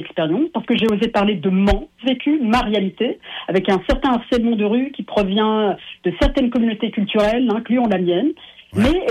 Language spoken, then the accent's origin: French; Morocco; born there; Je suis née au Maroc, mon papa est marocain, ma mère est sri-lankaise. Tous les deux se sont rencontrés en URSS à Odessa, qui est maintenant en Ukraine. Et puis, ils ont décidé de mener leur vie ici, au Québec, après avoir vécu quelques années au Maroc.